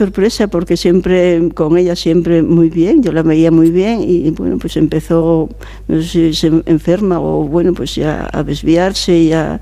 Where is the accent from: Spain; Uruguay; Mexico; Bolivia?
Spain; Castile and León; Yo soy un pueblo de la Ribera del Órbigo. Ah, de cerca de Astorga.